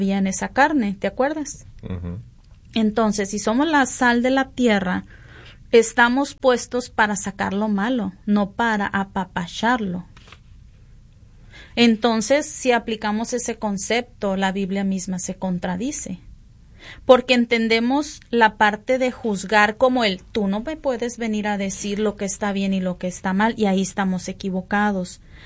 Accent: Sonora, Mexico; los que somos de Sonora, ¿verdad?

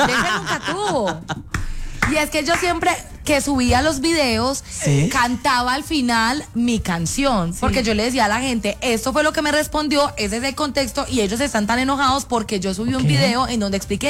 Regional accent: Colombia; yo amo Colombia y yo soy colombiana.

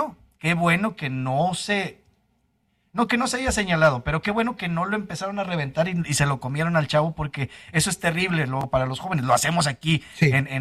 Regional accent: Mexico; nosotros como mexicanos

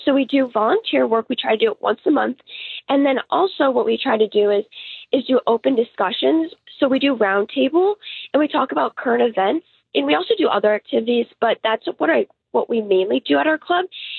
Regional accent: Chicago, Illinois, United States; now in Lake Forest, United States; I'm from Chicago originally

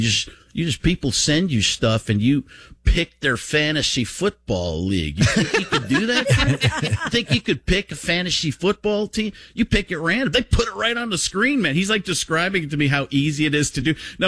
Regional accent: Waukesha, Wisconsin, United States; He's from Burlington, just a couple of cities over from me where I grew up in Waukesha.

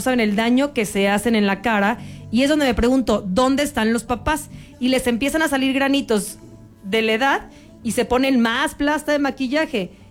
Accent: Mexico; No somos coreanas, somos bien mexicanas

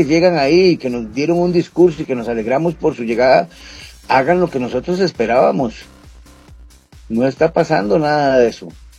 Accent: Costa Rica; en Costa Rica creamos que un jugador de 23, de 24 años, entre los 21 y los 24 años es joven.

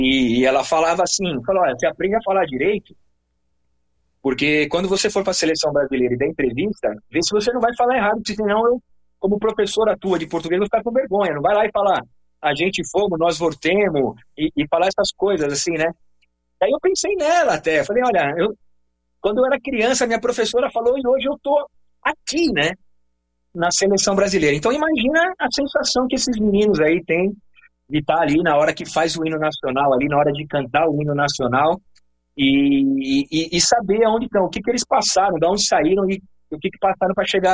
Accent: São Paulo, Brazil; moved away as an adult; also born or lived in Zaragoza, Spain / Japan; Eu sou paulistano

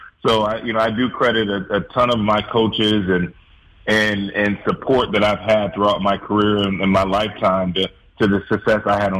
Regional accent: The Woodlands, Texas, United States; I think I grew up in the Woodlands, Texas, north of Houston.

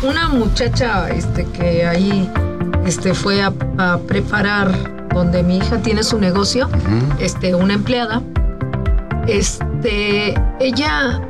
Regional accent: Mexico City, Mexico; born there; De Coyoacán. Yo nací en Coyoacán.

